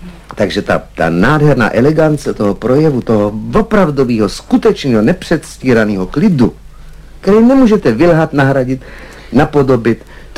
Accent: Smečno, Central Bohemian Region, Czechia

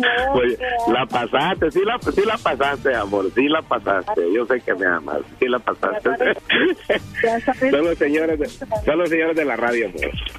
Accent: El Salvador; No, soy salvadoreño.

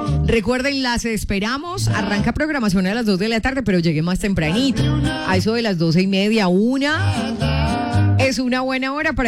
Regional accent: Caldas, Colombia; me encanta escuchar gente de mi tierra, del Oriente Caldense.

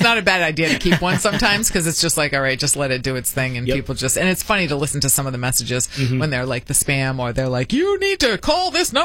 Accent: Foster, United States; I'm from Foster, and we had a lot of, you know, it's like, oh, here comes the snow. We were in the snow belt

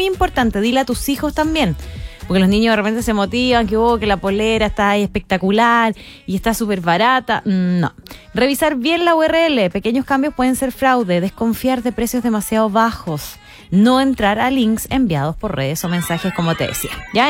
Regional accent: Chile; Sí, porque somos futboleros los chilenos, pues.

